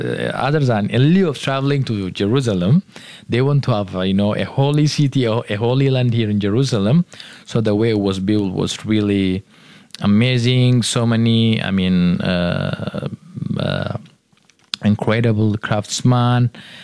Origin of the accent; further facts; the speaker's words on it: Ethiopia; I'm just from Ethiopia. Ethiopia is one part of the 54 countries of Africa.